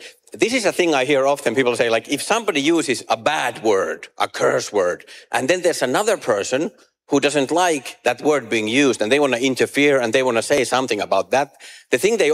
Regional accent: Finland; English is a second language; moved away; yes, I am from Finland.

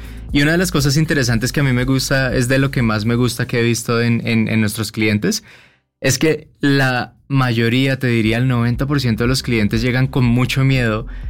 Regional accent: Colombia; now in Mexico City, Mexico; Sí, nosotros dos somos colombianos y nosotros llegamos a la Ciudad de México trabajando para Uber.

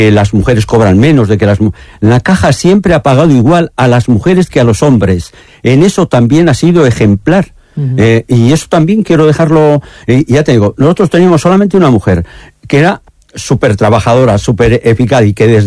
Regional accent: Aranda de Duero, Castile and León, Spain; Yo hablo desde el pueblo, yo soy de Aranda de Duero

